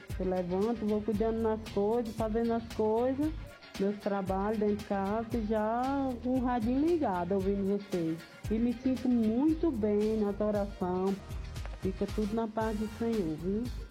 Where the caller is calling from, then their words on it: Águas Lindas de Goiás, Goiás, Brazil; de Águas Lindas, de Goiás.